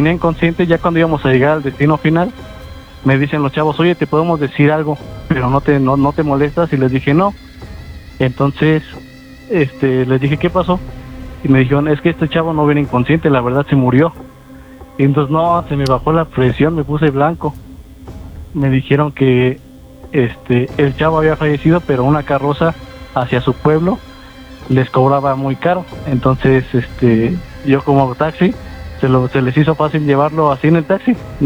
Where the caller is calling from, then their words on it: Mexico City, Mexico; De aquí, de la Ciudad de México, trabajando.